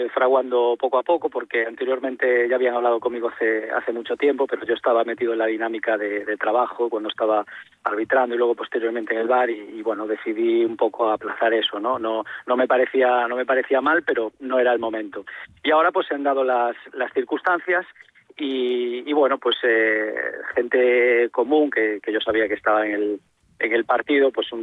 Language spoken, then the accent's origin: Spanish; Pontedeume, Galicia, Spain; porque yo soy muy de Pontedeume